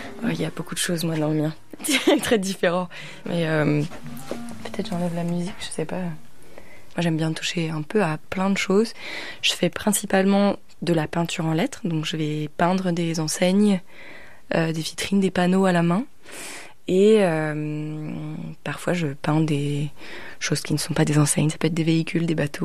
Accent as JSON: {"language": "French", "town": "Pouldreuzic", "region": "Brittany", "country": "France", "tie": "born or raised there", "said": "Moi j'aime bien faire le lien parce que j'ai grandi à Poulerussie"}